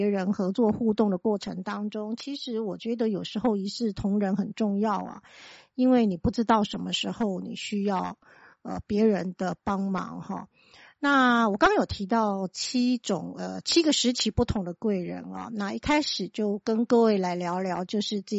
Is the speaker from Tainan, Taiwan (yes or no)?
no; Kaohsiung, Taiwan; 那我的国中是在这个爱河的旁边齁，因为我是高雄人齁。